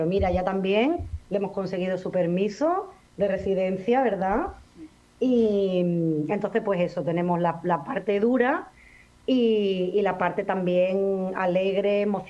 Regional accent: Spain; somos un país, la verdad, de brazos abiertos, porque es que lo somos.

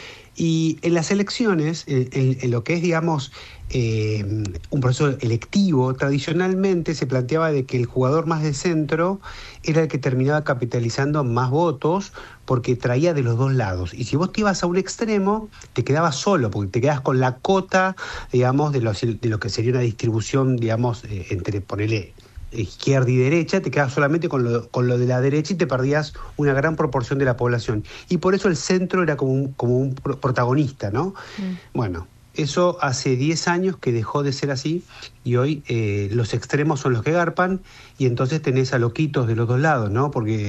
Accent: Argentina; siempre desde el prejuicio, si querés, de la argentinidad

